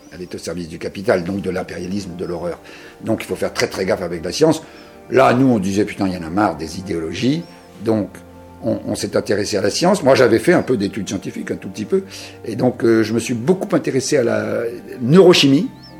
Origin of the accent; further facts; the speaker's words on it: Safi, Marrakesh-Safi, Morocco; born there; j'avais été conçu dans un hôtel de Meknès, parce que je suis né à Safi, qui était à l'époque le plus grand port sardinier du monde, hein, au Maroc.